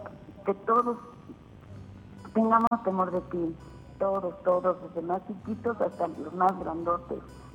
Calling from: State of Mexico, Mexico; De Camas, Estado de México.

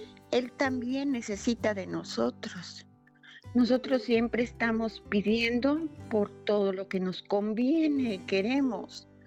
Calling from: Zapopan, Jalisco, Mexico; Me comunico de aquí de Zapopan.

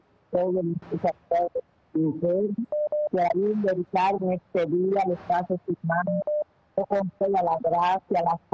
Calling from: La Vega, Dominican Republic; Desde aquí de La Vega, soy dominicana.

